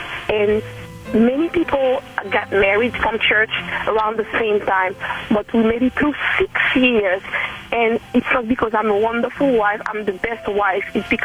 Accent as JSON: {"language": "English", "country": "Haiti"}